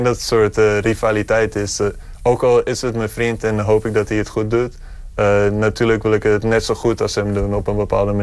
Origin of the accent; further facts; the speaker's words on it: Muiden, North Holland, Netherlands; now in United States; kom van Muiden, geboren en getogen in Nederland en ik speel basketbal in de NBA.